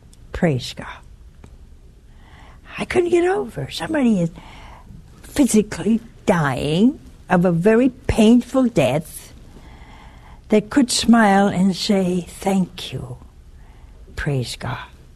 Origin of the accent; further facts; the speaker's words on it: Ohio, United States; we came from Ohio. We've been here almost 40 years. And I have people here I love, but I didn't know them in Ohio.